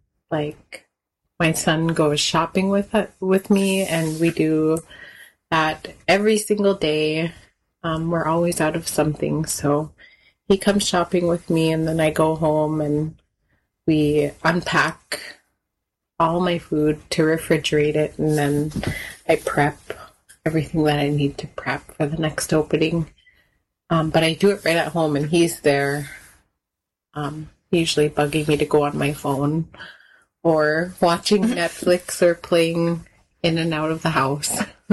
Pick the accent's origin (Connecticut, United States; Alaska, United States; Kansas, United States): Alaska, United States; Kotzebue; now in Anchorage, United States; My family comes from Hooper Bay, but I grew up in Kotzebue and graduated high school in 2003. Hooper Bay is in the southwest Yupik region of Alaska, so I am Yupik, but I did grow up in Inupiaq territory